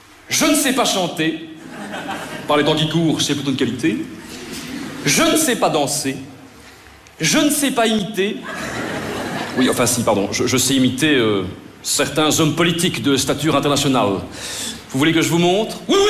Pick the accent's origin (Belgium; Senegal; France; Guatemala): Belgium; Brussels; born there